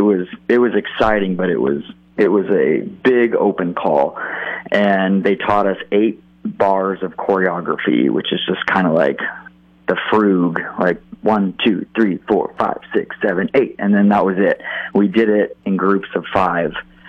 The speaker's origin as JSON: {"language": "English", "town": "Atascadero", "region": "California", "country": "United States", "tie": "born or raised there", "also_born_or_lived": "Hollywood / New York", "moved": "as an adult", "said": "I grew up in Atascadero, went to Atascadero High School. And then, shortly after that, moved to Hollywood"}